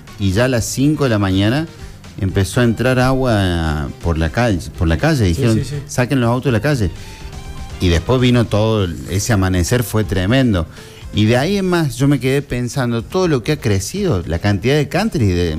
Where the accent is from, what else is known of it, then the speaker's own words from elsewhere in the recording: Argentina; como argentino, sí, como futbolero